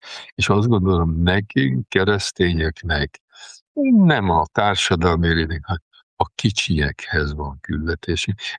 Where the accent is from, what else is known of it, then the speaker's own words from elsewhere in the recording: Sopron, Győr-Moson-Sopron, Hungary; de hát én soproni vagyok